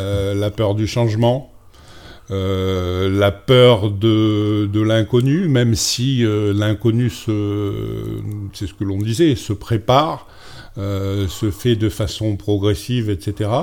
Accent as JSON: {"language": "French", "country": "New Caledonia", "said": "quand on est calédonien de cœur, quand on a cette relation, je veux dire, viscérale avec son pays"}